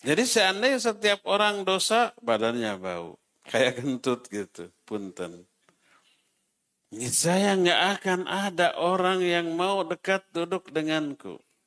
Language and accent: Indonesian; Sunda, Indonesia